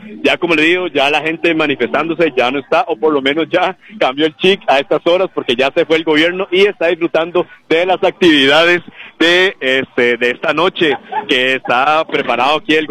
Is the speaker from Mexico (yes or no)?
no; Costa Rica